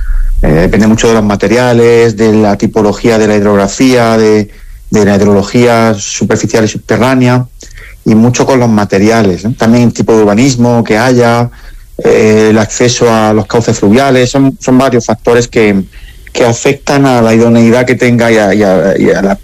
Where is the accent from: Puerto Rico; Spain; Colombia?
Spain; Andalusia; Yo soy andaluz